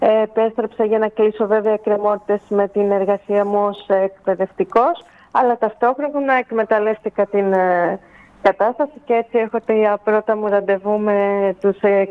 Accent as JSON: {"language": "Greek", "town": "Leipsoi", "region": "South Aegean", "country": "Greece", "said": "αγαπώ τον τόπο μου"}